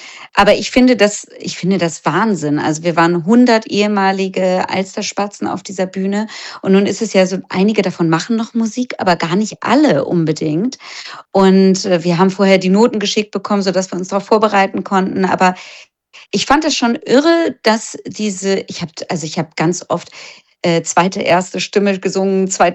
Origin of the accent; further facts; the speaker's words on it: Hamburg, Germany